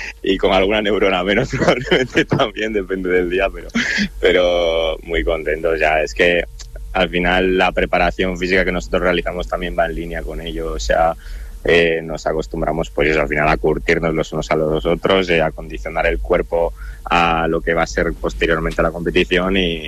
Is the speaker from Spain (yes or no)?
yes; Tudela, Navarre, Spain; moved away as an adult; also born or lived in Ecuador; now in Vitoria, Spain; yo nací en Ecuador, pero toda la vida he estado en Tudela hasta que ya hace 4 años me fui a Vitoria a vivir, eso es.